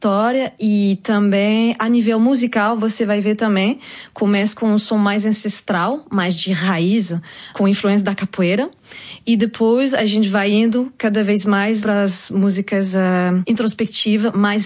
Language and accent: Portuguese; France; Eu me inspiro pela música brasileira, mas eu sou também francesa.